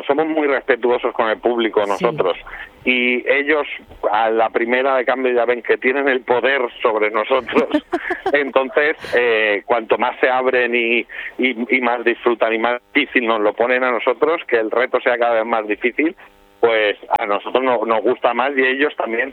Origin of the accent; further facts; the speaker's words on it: Valencia, Valencian Community, Spain; Yo soy de Valencia